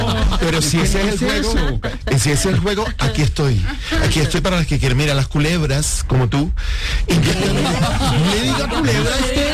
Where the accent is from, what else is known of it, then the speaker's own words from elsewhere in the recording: Barranquilla, Atlántico, Colombia; Y soy un colombiano, y soy barranquillero.